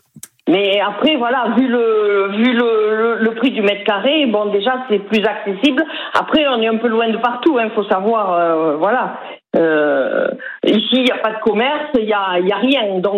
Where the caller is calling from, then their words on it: Escaudes, Nouvelle-Aquitaine, France; moi, j'habite à Escaude.